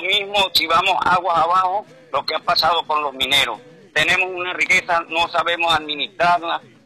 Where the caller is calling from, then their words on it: Venezuela